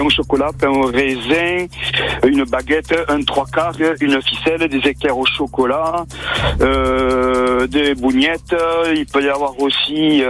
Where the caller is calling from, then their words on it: Vinça, Occitanie, France; j'ai déménagé, hein, je suis sur Corbert maintenant, mais bon, il n'y a pas très longtemps